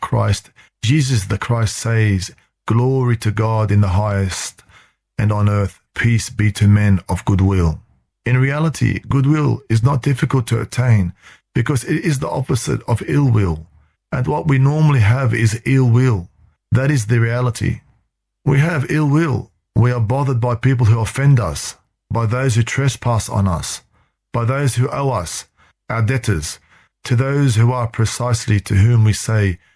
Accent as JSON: {"language": "English", "town": "Hermosillo", "region": "Sonora", "country": "Mexico", "tie": "born or raised there", "said": "I was in my home state of Hermosillo, Sonora, around 1981."}